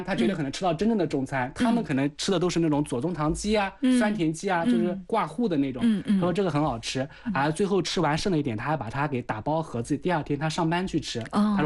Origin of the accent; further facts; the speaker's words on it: China; 我们中国人很自洽